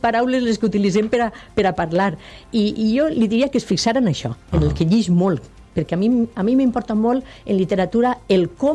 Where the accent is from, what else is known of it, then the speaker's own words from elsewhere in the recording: Valencian Community, Spain; encara que l'home era valencià i nosaltres som valencians